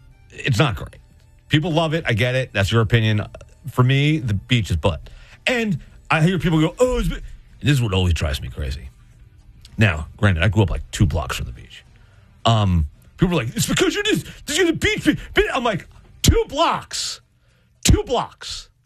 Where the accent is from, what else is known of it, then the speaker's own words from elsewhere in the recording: Freehold, New Jersey, United States; oh, it's because I'm from Freehold and I'm so close to the beach.